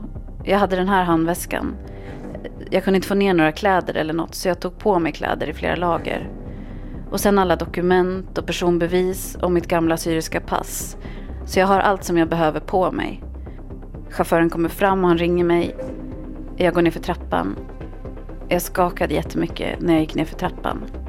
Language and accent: Swedish; Syria; Och jag sa att jag var från Syrien och att jag hade varit kidnappad och att jag hade lyckats fly.